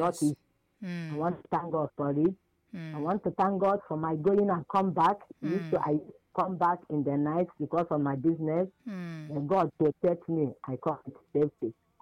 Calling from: Nigeria; from Ugwad.

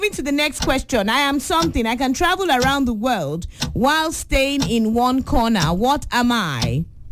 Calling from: Ibadan, Oyo, Nigeria; of course, I am 6 years old, and I'm calling from Premier Hill, Mokola, Ibadan.

